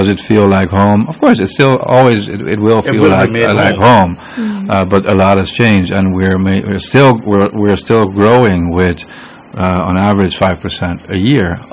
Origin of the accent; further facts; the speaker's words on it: Bonaire, Caribbean Netherlands; also born or lived in Curacao; I grew up on Bonaire